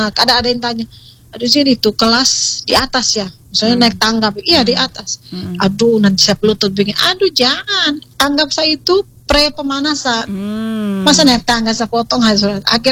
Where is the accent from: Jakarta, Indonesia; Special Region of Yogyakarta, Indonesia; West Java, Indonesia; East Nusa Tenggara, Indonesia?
East Nusa Tenggara, Indonesia; kemudian ada keluar pulau, kan saya dari Flores, jadi sering pulang Flores